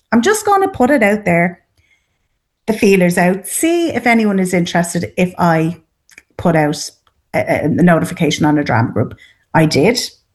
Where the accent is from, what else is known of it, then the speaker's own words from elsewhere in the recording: Dublin, Leinster, Ireland; moved away as an adult; now in East Meath, Ireland; I'm a blow-in. So I'm not originally from Meath. I'm from Dublin, and I moved into Eastmeath in COVID, during COVID. So I bought during COVID, and we moved in.